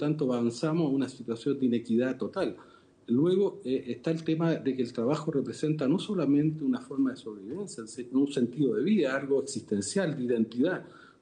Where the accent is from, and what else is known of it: Chile